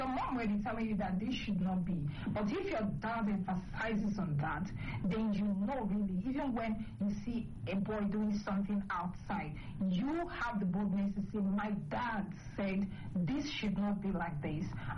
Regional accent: Eastern Nigeria, Nigeria; now in Abuja, Nigeria; where I come from the East

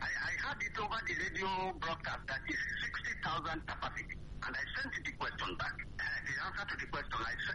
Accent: Ondo, Nigeria; my hometown is that Ijogun in the local government of Ondo State. But where I'm residing is our local government area of Ondo State.

